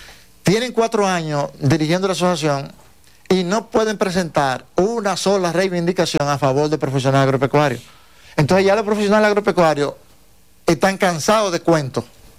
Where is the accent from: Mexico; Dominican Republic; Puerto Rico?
Dominican Republic; La Vega; Yo soy del Cibao, de La Vega, de La Vega.